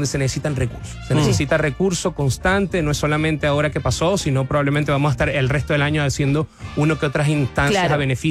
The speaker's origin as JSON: {"language": "Spanish", "country": "Venezuela", "lives_now": "Chile", "said": "Nosotros, los artistas que estamos vinculados a Venezuela, somos venezolanos, que vivimos acá en Chile, decidimos unirnos"}